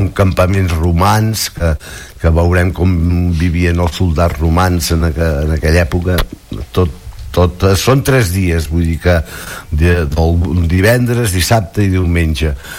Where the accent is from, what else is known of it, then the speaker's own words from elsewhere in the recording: Catalonia, Spain; d'allà doncs ha sortit la nostra manera de ser de l'Empordà.